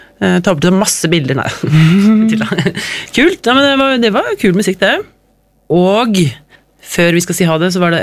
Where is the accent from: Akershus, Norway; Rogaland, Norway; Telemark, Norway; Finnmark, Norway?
Telemark, Norway; Drangedal er dritfitt, jeg kommer fra Telemark.